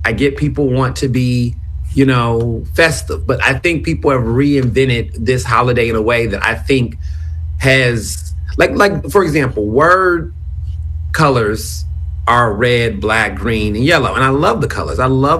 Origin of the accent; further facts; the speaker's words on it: Houston, Texas, United States; now in Philadelphia, United States; I grew up in Houston.